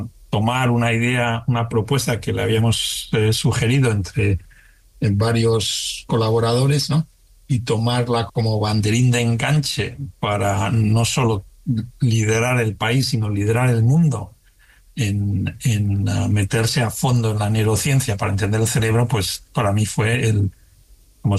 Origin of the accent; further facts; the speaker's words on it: Spain; moved away as an adult; now in United States; Uno de los rasgos quizá que me define, yo soy español de pura cepa y pues eso, buen futbolero y madridista además.